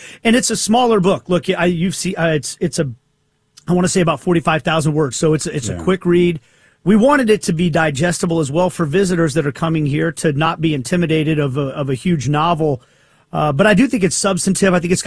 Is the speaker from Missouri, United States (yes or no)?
yes; Kansas City, Missouri, United States; where are you from? And I would say Kansas City